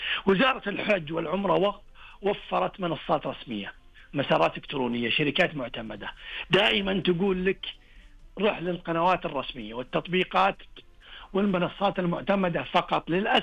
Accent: Saudi Arabia; born there; وأنعم الله سبحانه وتعالى وهذا فضله ونعمته أننا ولدنا في هذا البلد الطاهر.

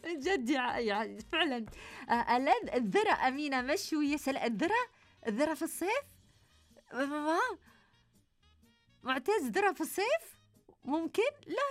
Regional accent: Saudi Arabia; إحنا عندنا في المملكة العربية السعودية

